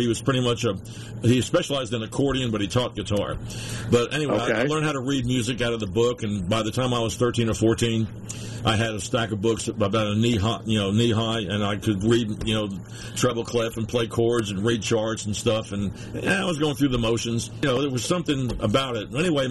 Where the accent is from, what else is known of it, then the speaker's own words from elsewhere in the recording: New Jersey, United States; born there; So in 1953, I was born in New Jersey. So I have a good taste of a lot of experience with living in the North and living in the South. So I'm kind of a product of both cultures.